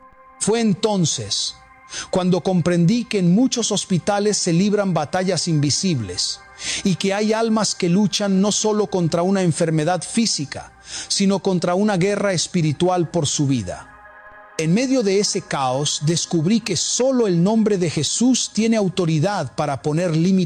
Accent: Dominican Republic; soy de República Dominicana

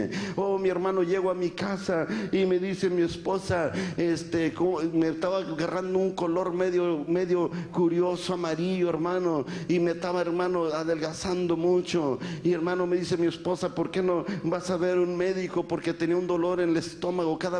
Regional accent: Matamoros, Tamaulipas, Mexico; yo soy nativo de la ciudad de Matamoros, Tamaulipas, México.

